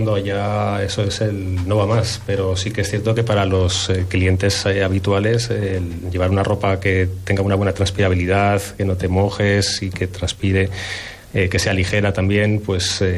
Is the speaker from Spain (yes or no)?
yes; Zaragoza, Aragon, Spain; aunque yo no soy realmente de Jaca, pero bueno, soy de Zaragoza, pero mi abuela nació en Canfranc y tenemos pues muchos lazos con Jaca, pues porque veníamos en familia a veranear aquí desde siempre